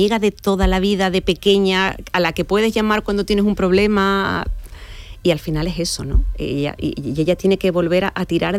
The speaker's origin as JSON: {"language": "Spanish", "town": "Las Cabezas de San Juan", "region": "Andalusia", "country": "Spain", "tie": "born or raised there", "said": "No le he puesto nombre porque puede ser perfectamente mi pueblo, que es Las Cabezas de San Juan, que me inspira mucho"}